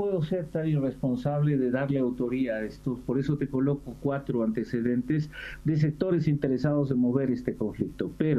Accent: La Paz, Bolivia; que somos la población del Alto y de La Paz

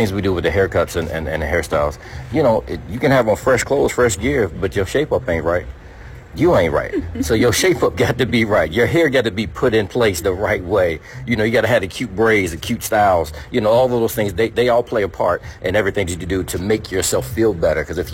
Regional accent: Beckley, West Virginia, United States; Well, growing up, because I'm from Beckley, West Virginia, growing up in West Virginia, I would often have to use hand-me-downs going to school.

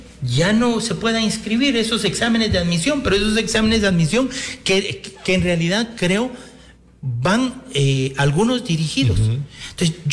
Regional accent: Guatemala; yo sí creo que como guatemaltecos o como jóvenes o los que deseen estudiar deberían de tener una alternativa

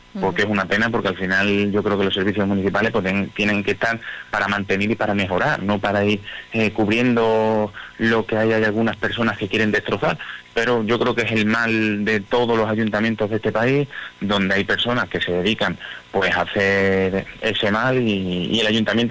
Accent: Montijo, Extremadura, Spain; siendo alcalde de mi pueblo

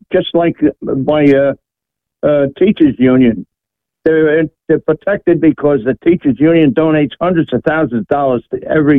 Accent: New York City, New York, United States; now in Washington, D.C., United States; In New York City, that's my hometown.

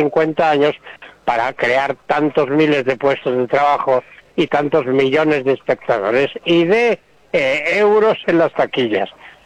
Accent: San Sebastián, Basque Country, Spain; now in Torrelodones, Spain; me pasa a mí lo mismo siendo de San Sebastián

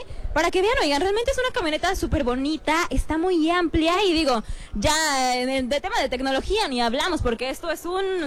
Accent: Mexico

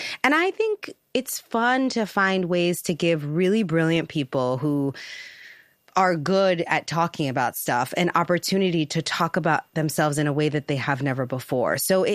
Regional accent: New York, United States; I think one of the biggest gifts for me growing up on Pugsley Avenue was that pool in the center of Jamie Towers.

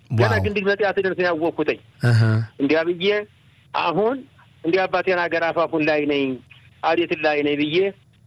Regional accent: Gondar, Amhara, Ethiopia; አሁንማ ገና ጎንደር ግባ ስል እንትን ቢልኮን ውጣ ስል እንዲያው ወዴ ተሸበረ ያደኩበት ሀገር ነው ጎንደር

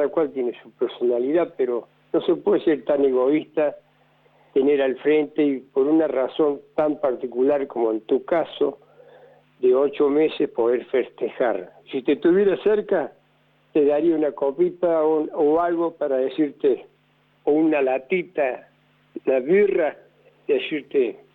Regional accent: Córdoba, Argentina; Pero no, yo soy del barrio Alta Córdoba.

